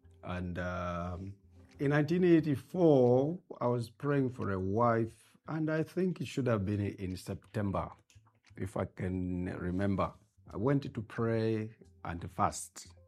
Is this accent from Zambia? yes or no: yes; Petauke, Eastern Province, Zambia; also born or lived in Chipata / Copperbelt; now in Lusaka, Zambia; I grew up in Petauke, went to Chipata, came to the Copper Belt, and now I'm in Lusaka